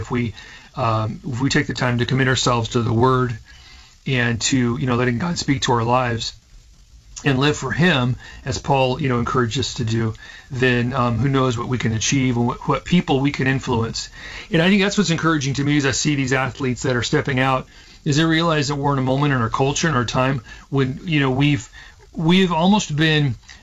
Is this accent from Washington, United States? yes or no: yes; Seattle, Washington, United States; born or raised there